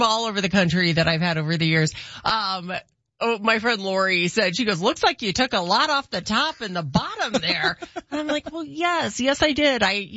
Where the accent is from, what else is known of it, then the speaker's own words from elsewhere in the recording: Indiana, United States; I'm from Indiana. We're like the corn state